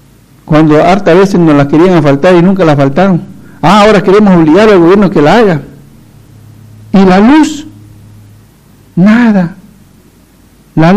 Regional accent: Beni, Bolivia

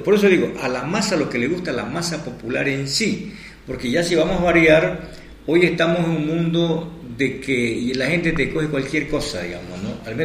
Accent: Bolivia; now in Trinidad, Bolivia; Estamos nosotros entre dos polos, occidente y oriente. Nosotros somos los orientales.

